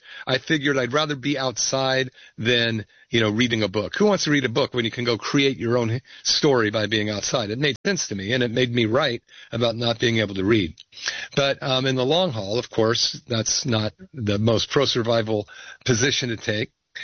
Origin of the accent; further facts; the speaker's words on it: Berkeley, California, United States; I grew up in Berkeley in the 60s and 70s